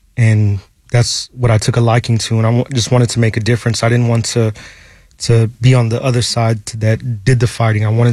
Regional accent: Fort Worth, Texas, United States; moved away as an adult; I grew up in that in the south part of Fort Worth. I grew up in the part where you have to fight to survive.

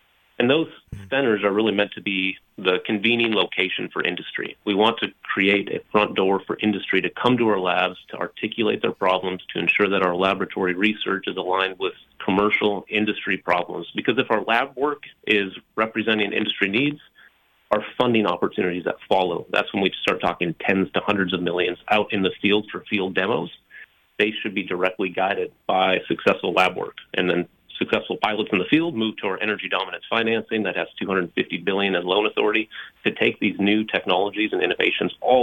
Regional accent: Tioga, North Dakota, United States; moved away as an adult; now in Washington, D.C., United States; I was raised in Tioga, just outside of our family's farm. My grandparents still live on the homestead. That's just a few miles east of the Iverson Discovery Well.

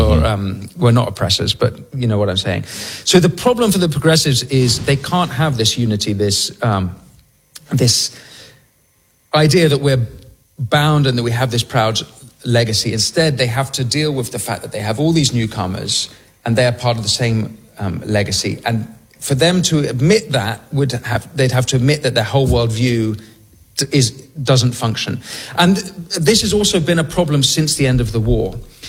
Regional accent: England, United Kingdom; this is an embarrassment about being English, that will be overcome, because actually that's a relatively new concept, and actually we're a proud ancient people.

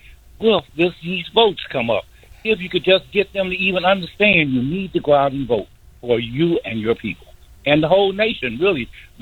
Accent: Canton, Mississippi, United States; from Canton, Mississippi. I don't know why I love to tell you that.

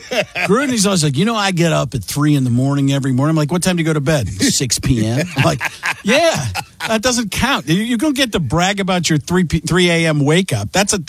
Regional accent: Milwaukee, Wisconsin, United States; So not my hometown. I grew up in Milwaukee

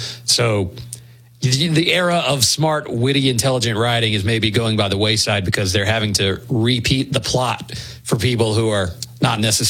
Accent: Southern United States, United States; accent: Southern; my Southern accent

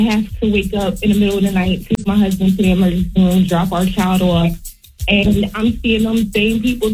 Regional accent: Connecticut, United States; now in North Carolina, United States; I'm from Connecticut, but I reside now in North Carolina.

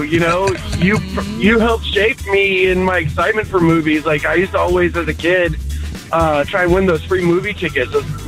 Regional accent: Houston, Texas, United States; moved away as an adult; also born or lived in Los Angeles; I grew up in Houston. Went to Baylor for college. Graduated in 08. Big dreams of working in the TV film industry. I was out in L.A. for, 13, 14 years, and I just moved back about 4 or 5 months

